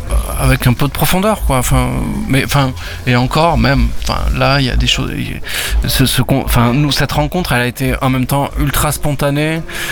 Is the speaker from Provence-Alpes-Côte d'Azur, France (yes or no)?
no; Occitanie, France; born there; Moi, je suis né dans le Lot